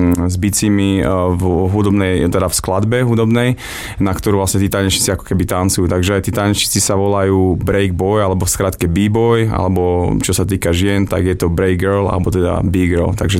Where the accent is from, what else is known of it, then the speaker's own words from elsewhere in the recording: Banská Bystrica, Banská Bystrica Region, Slovakia; Určite som hrdý na to, že som Bystričan, máme krásne mesto